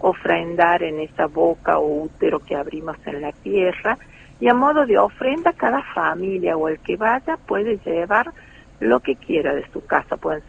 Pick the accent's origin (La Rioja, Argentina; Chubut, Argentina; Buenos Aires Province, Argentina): La Rioja, Argentina; Aminga; moved away; que volví, que obviamente es mi pueblo natal, es Aminga